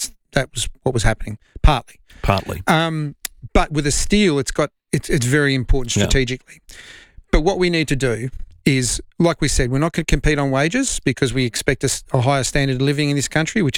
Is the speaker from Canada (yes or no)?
no; Australia